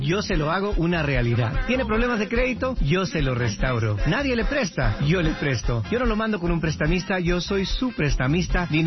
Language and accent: Spanish; Huntington Park, California, United States; also born or lived in Los Angeles; now in Las Vegas, United States; Nací en el este de Los Ángeles, pero crecí en Huntington Park.